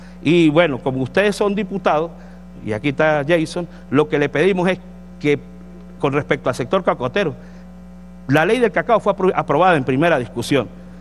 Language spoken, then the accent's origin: Spanish; Mérida, Venezuela; yo creo que si alguien ha demostrado resiliencia, somos los merideños. Y perdónenme los compañeros de otros municipios. Y si alguien ha demostrado resiliencia, somos los del Valle del Mocotíes.